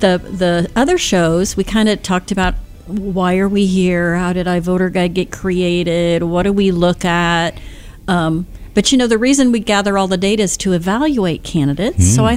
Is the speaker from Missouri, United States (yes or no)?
yes; Missouri, United States; but I am from Missouri, and that is the show me state.